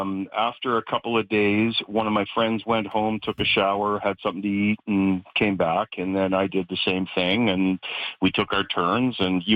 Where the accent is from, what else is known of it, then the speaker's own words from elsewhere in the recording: Toronto, Ontario, Canada; now in Kenora, Canada; I grew up in Toronto. I was there most of my life.